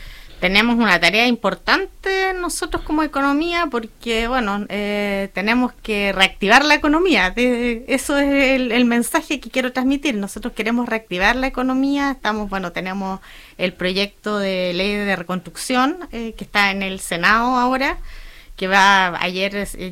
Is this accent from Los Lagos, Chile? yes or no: yes; Puerto Varas, Los Lagos, Chile; moved away as an adult; now in Osorno, Chile; Mis hijos son osorninos, yo soy Puerto Varina, pero quiero mucho esta comuna porque bueno, he vivido 28 años acá